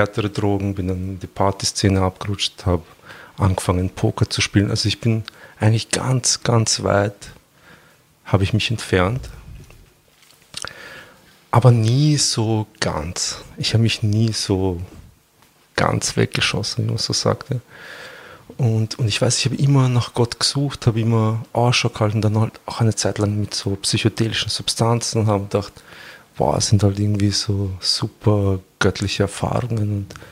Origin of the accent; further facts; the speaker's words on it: Bosnia & Herzegovina; ich komme ursprünglich aus Bosnien, bin...